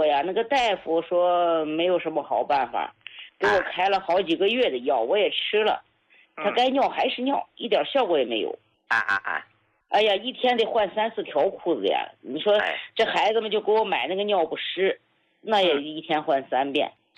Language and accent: Chinese; Shandong, China; 我是山东人，今年68了